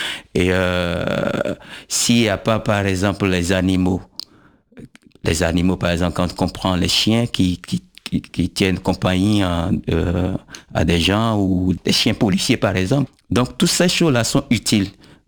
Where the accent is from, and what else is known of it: Abomey, Zou, Benin; born or raised there